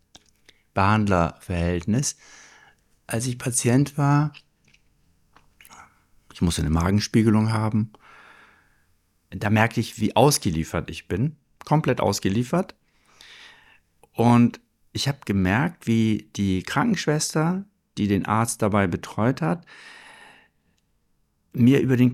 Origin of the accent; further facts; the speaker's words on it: Germany; Ich bin ja aufgewachsen in Deutschland und bin in der Schule in Geschichte sehr mit der deutschen Geschichte konfrontiert worden, was ja persönlich mit mir und mit meiner Herkunft nichts zu tun hatte.